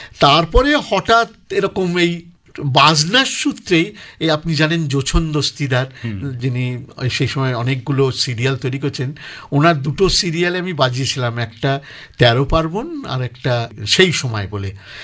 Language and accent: Bangla; Kolkata, West Bengal, India; আমি মামার বাড়িতে মানে দেশপ্রিয় পার্কেই মানুষ হয়েছি, আর আমার পৈতৃক বাড়ি ফার্ন রোডে।